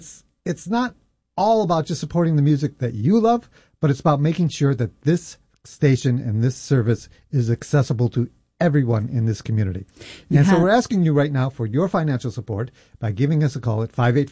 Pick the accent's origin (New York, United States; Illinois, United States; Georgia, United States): New York, United States; Brockport; I grew up out in Brockport. My parents were working class parents.